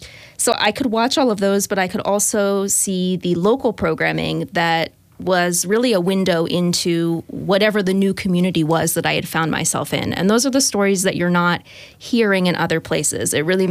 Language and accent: English; Akron, Ohio, United States; I grew up in Northeast Ohio. I'm from Akron, Ohio.